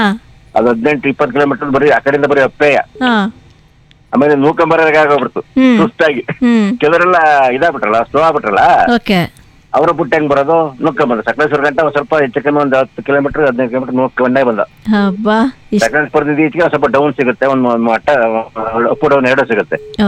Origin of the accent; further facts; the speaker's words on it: Karnataka, India; born there; ನಮ್ಮೂರಿಂದ ಧರ್ಮಸ್ಥಳ ಒಂದು 105 kilometer ಆಗುತ್ತೆ 100 to 175 ಆಗುತ್ತೆ